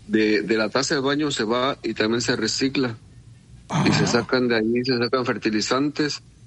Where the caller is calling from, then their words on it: Morelia, Michoacán, Mexico; en Michoacán, de donde yo soy. Uh-huh. Eso es lo que se está usando. Yo soy de Morelia, Michoacán.